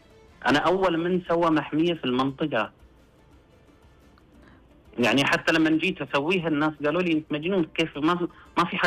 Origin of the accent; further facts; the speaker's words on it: Eastern Province, Saudi Arabia; احنا عندنا في الشرقية ما عندنا لا حدائق ولا يعني حديقة حيوان ما عندنا.